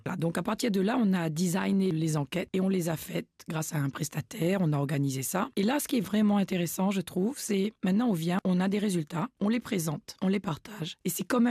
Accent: Réunion; Moi, en tant que réunionnaise

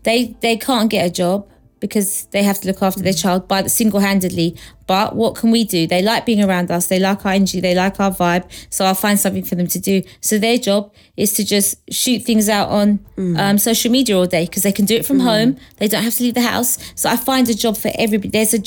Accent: Mauritius; moved away; As I was growing up in school, when I'm telling people I come from Mauritius, they were like, where's that?

